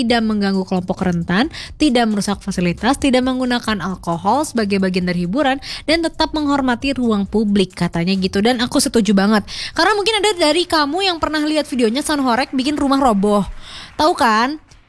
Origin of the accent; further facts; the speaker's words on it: Bandung, West Java, Indonesia; kita sebagai orang Bandung